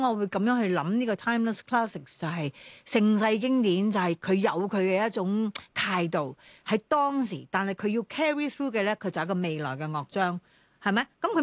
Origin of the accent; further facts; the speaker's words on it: Hong Kong; 我哋身为香港人